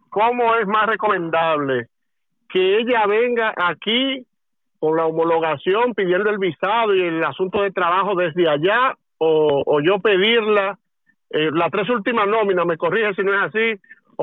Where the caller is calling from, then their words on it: Tres Cantos, Community of Madrid, Spain; desde Tres Cantos.